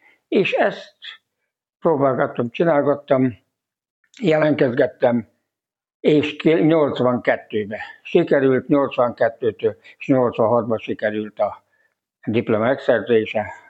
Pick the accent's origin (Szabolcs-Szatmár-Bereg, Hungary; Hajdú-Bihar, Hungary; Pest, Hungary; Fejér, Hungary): Pest, Hungary; Törtel; moved away; also born or lived in Marcali; Cegléd mellett 10 kilométerre lévő kis faluban Törtelen születtem, ott is még Tanyán, bábasszonynál, és 9-en voltunk testvérek. Petróleum lámpánál nőttem fel